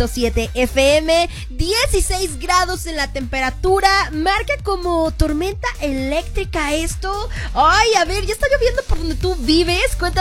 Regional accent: Acapulco, Guerrero, Mexico; yo soy de Acapulco, Guerrero.

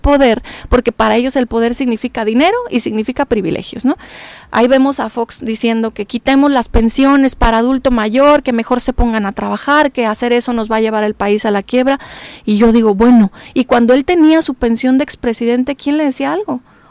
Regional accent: Mexico

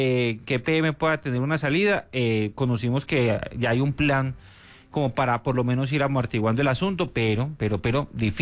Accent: Medellín, Antioquia, Colombia; todos los habitantes de Medellín somos los dueños de EPM.

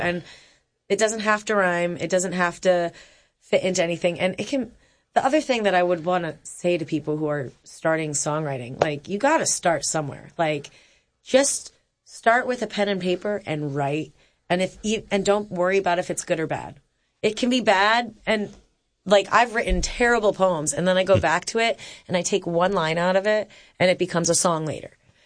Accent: Rhode Island, United States; I grew up in Rhode Island, and my friend Denise would come over

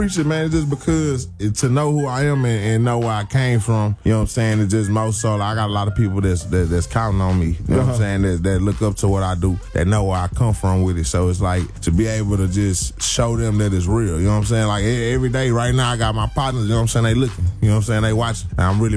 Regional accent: Houston, Texas, United States; I'm from Southwest Houston, Texas.

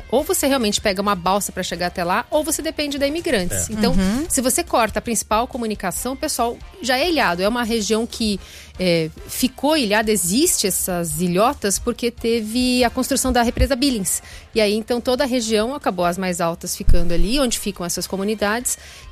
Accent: São Bernardo do Campo, São Paulo, Brazil; born there; Nasci em São Bernardo.

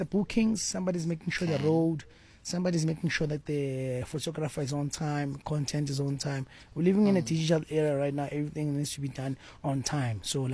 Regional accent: Tembisa, Gauteng, South Africa; No, I'm from Tembisa, born and bred 1632, Eguruleni.

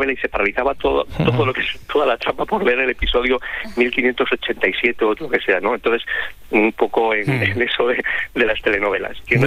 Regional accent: Castile and León, Spain; now in Alcalá, Spain; pero yo soy de Tortores de Guevara, de Burgos, y te mando un saludo desde nuestra tierrilla.

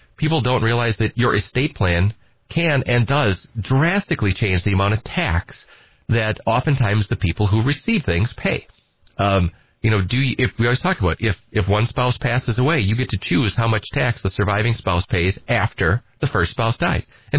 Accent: Edgar, Wisconsin, United States; also born or lived in Minneapolis, United States; I'm from Edgar originally, and, you know, good hometown Wisconsin Badger.

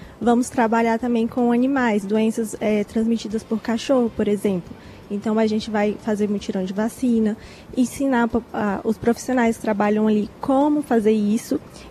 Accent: Piauí, Brazil; eu sou piauiense

